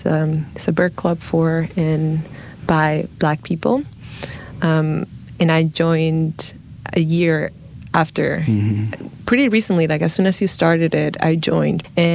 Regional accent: Dominican Republic; moved away; I'm from Dominican Republic. We don't have cardinals there.

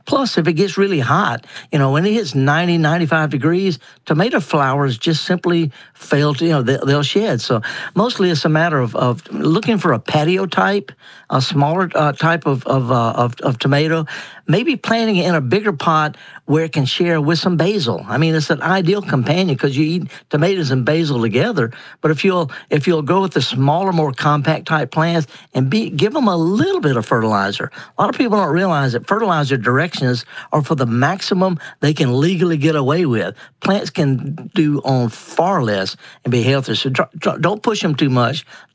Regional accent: Mississippi, United States; Well, it could be, you know, whether you're from Michigan, I'm from Mississippi. I garden half the year in England

